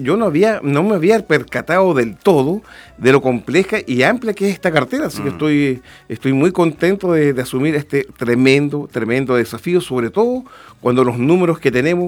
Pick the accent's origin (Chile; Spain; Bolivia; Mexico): Chile; Llanquihue, Los Lagos; also born or lived in Santiago; nos afincamos nuevamente en Llanquihue. Yo soy de Llanquihue, mi familia es de Llanquihue, yo estudié en Puerto Ara, el Colegio Germania, así que soy de acá, de la zona.